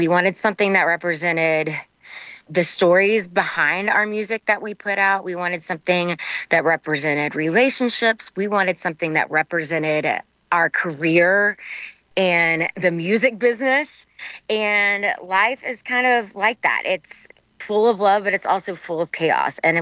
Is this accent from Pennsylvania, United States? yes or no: no; Austin, Texas, United States; I'm from Austin, Texas, and I started as a little girl, about 12 years old, doing the Texas rodeo circuits